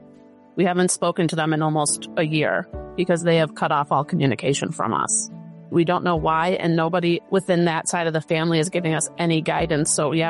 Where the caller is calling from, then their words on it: Chicago, Illinois, United States; I'm calling from the Chicagoland area.